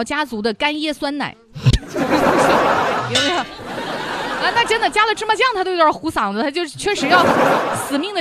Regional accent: Hunan, China; 我作为湖南人，

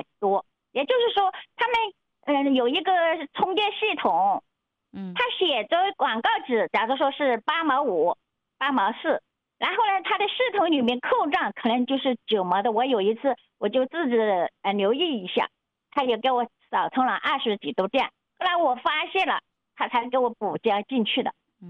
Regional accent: Hunan, China; born there; 我也是这个湖南省出生的公民

